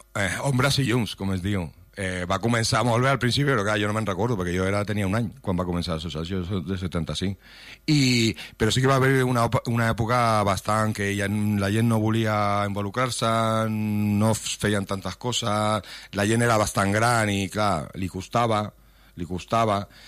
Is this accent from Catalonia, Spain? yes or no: yes; Catalonia, Spain; Nosaltres no som de Sant Andreu, som del Palau.